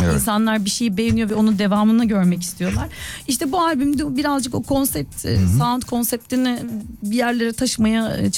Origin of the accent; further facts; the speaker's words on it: Ankara, Turkey; Koyu bir Ankaralıyım ben. Tam bir Ankara bebesiyim hatta